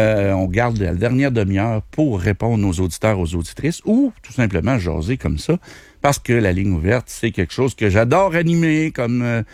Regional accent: Quebec City, Quebec, Canada; Saint-Émile, mon patelin, mon Oud.

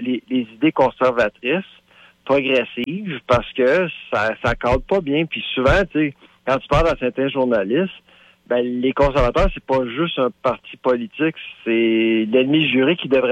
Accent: Quebec, Canada; now in Canada (outside Quebec); en tant que francophone hors Québec, en tant que Québécois hors Québec

